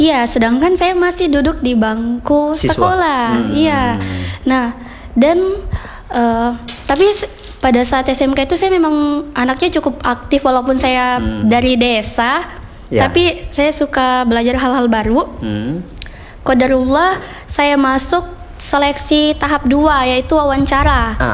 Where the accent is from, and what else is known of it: Nunukan, North Kalimantan, Indonesia; born or raised there